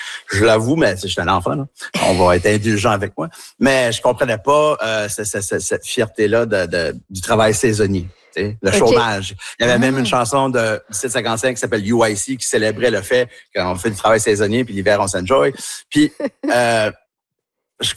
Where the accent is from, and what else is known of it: New Brunswick, Canada